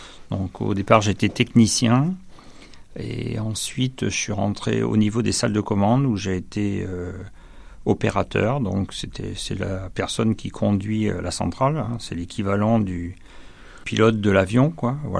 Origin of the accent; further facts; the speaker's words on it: Jonzac, Nouvelle-Aquitaine, France; Alors, moi, je suis Charentais. Je suis né à Jonzac, en Charente-Maritime.